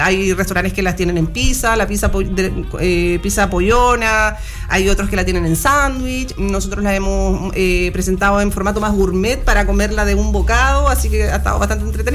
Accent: Chiloé, Los Lagos, Chile; now in Los Ángeles, Chile; Yo no soy de Los Ángeles, yo soy chilota. Me casé con un angelino

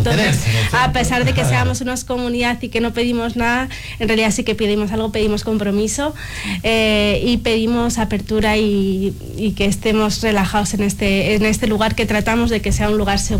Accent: Buenos Aires Province, Argentina; moved away; Yo soy argentina, perfecto. Vengo de la costa de Buenos Aires

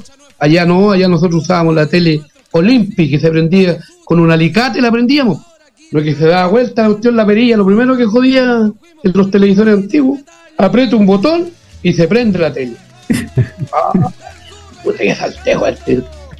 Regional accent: Monte Águila, Biobío, Chile; Y yo le dije, oiga, es que yo soy de Monte Águila, soy del campo, y voy a donde Enrique Maluenda.

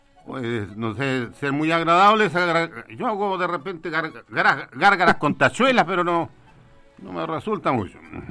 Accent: Cañete, Biobío, Chile; moved away; Soy de Cañete. Cañete, lindo pueblo. Un pueblo que le debo mucho.

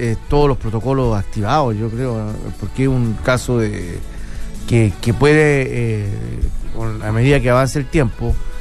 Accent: Chile; En algún momento los chilenos fuimos como los venezolanos

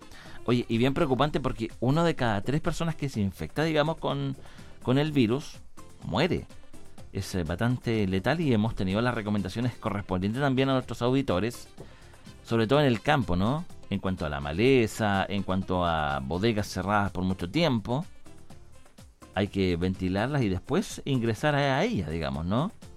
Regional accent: Chile

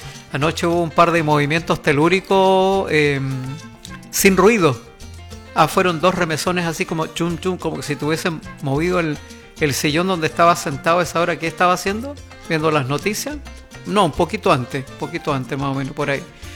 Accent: Chile

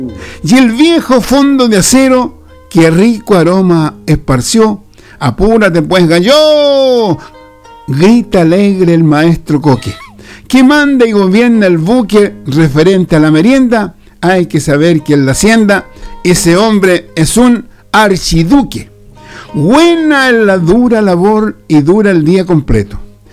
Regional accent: Chile; Ya, soy guaso de Chile lindo, miércoles.

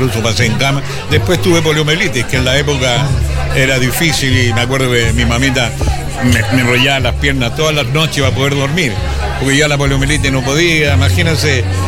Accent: Valparaíso, Chile; born there; Yo nací acá en Valparaíso, ¿no?

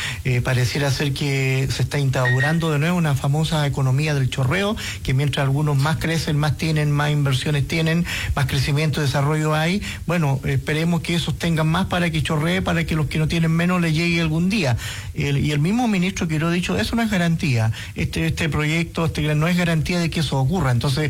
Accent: Chile; los chilenos no somos tontos

